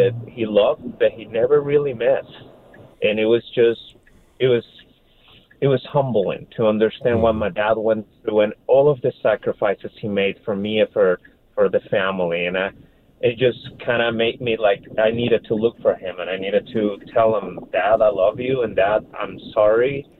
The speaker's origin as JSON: {"language": "English", "country": "Venezuela", "tie": "born or raised there", "moved": "as an adult", "lives_now": "United States", "said": "I was born in Venezuela, and I was there until I was 18."}